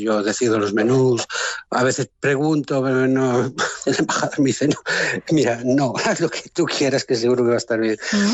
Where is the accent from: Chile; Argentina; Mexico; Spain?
Spain; Galicia; Y bueno, yo soy gallego, mi mano en la cocina española siempre está detrás